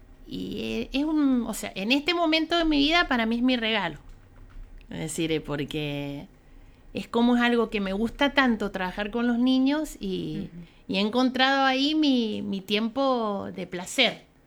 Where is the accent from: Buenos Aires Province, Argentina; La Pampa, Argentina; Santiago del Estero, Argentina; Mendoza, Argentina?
Mendoza, Argentina; Coquimbito; Porque nosotros somos de Coquimbito.